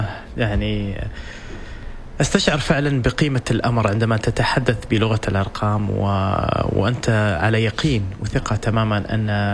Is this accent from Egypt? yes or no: no; Oman; إحنا كعمانيين